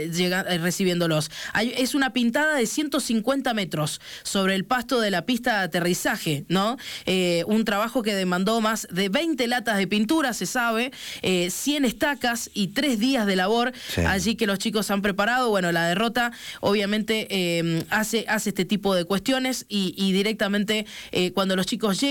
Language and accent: Spanish; Argentina; nosotros como argentinos lo queríamos recibir a Messi